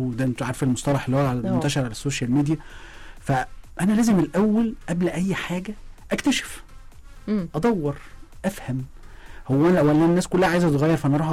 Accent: Egypt; احنا كمصريين نحب قوي الحكاوي

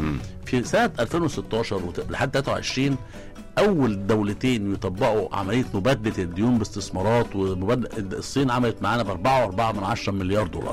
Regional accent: Egypt; أنا كجانب مصري

